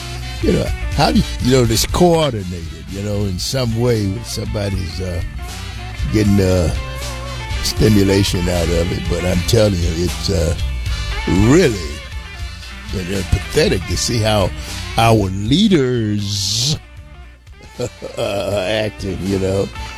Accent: United States; Hey, I'm an American black man, and very, very proud of it.

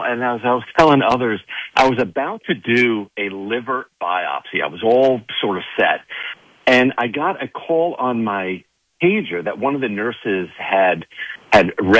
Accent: New York City, New York, United States; being a New Yorker myself, my wife's two brothers were firefighters.

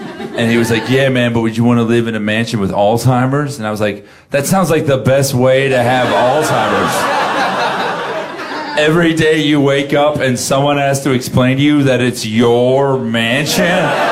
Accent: Florida, United States; I'm from Florida. That's where I'm from, and that's what it deserves.

